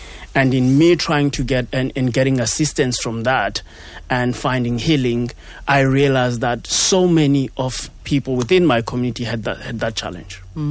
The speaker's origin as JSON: {"language": "English", "country": "South Africa", "said": "as a South African, South Africans are very resilient people."}